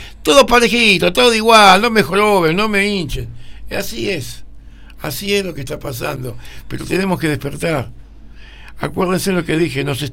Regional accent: Argentina; esa pasión que tenemos como argentinos

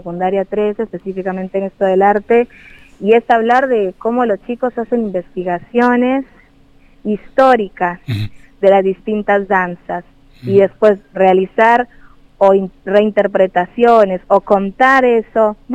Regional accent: Quindío, Colombia; now in Argentina; Soy de la provincia del café, del eje cafetero. Mi provincia se llama Quindío.

